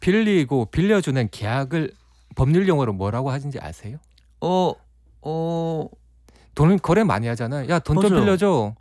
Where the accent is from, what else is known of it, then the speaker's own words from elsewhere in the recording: Busan, South Korea; now in Seoul, South Korea; 저도 고향이 부산인데요.